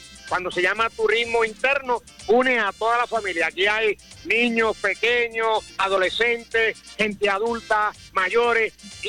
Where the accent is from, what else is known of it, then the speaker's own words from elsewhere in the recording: Cabo Rojo, Puerto Rico; en este rinconcito del poblado de Boquerón, en el centro vacacional, en mi pueblo amado de Cabo Rojo.